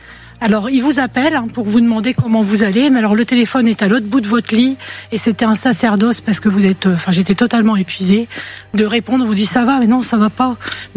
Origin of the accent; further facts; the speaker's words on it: Hauts-de-France, France; Oui, ouais, j'étais du Pas-de-Calais, moi.